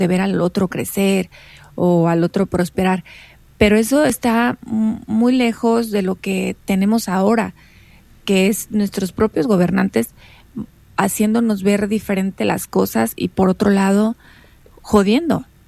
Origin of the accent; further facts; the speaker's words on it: Mexico; nosotros como mexicanos